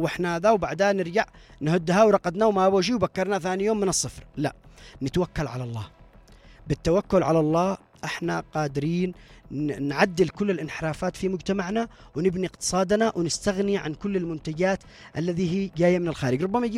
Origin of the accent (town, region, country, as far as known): Yemen